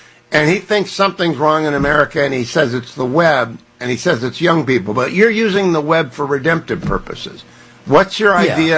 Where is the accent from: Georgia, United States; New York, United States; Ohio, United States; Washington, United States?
Ohio, United States; Well, I am too. I'm from Ohio